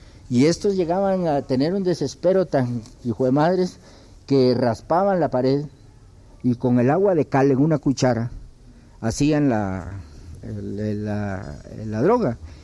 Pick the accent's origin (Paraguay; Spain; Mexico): Mexico; el lenguaje nuestro como pueblo mexicano